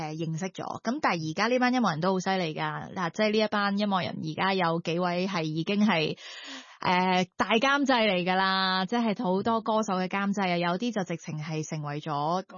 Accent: Canada; now in Hong Kong; 其实我细个喺加拿大嘅时候系歌唱比赛出身啦，然之后已经喺本地嘅一啲电视台做主持。

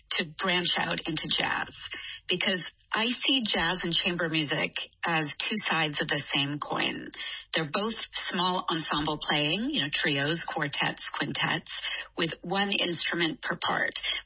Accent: Vancouver, British Columbia, Canada; now in Hong Kong; Vancouver, my hometown

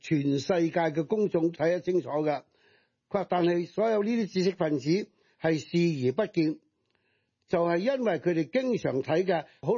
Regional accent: Hong Kong; 包括我哋香港人俾佢没收我哋嘅港币，用咧不值钱嘅一张烂纸日本军票嚟代替咗

